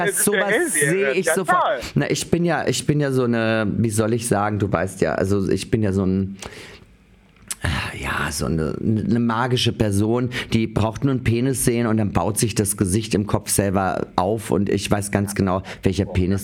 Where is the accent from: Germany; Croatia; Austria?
Austria; ich komme ja aus Österreich